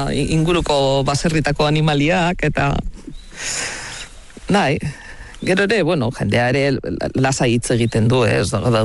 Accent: Astigarraga, Basque Country, Spain; Astigarragakoa naiz

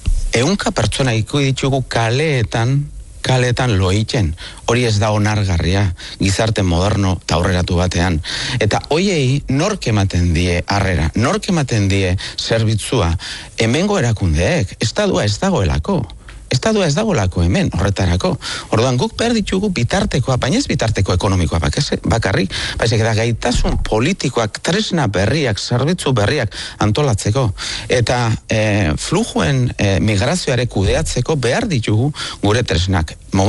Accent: Basque Country, Spain

